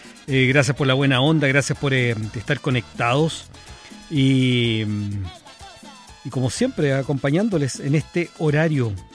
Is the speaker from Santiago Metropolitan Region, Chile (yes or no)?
yes; Santiago, Santiago Metropolitan Region, Chile; Yo soy de Santiago, Santiago Centro específicamente, que es como la zona del más antigua de Santiago, donde se fundó, ahí están los edificios más, más antiguos de la ciudad.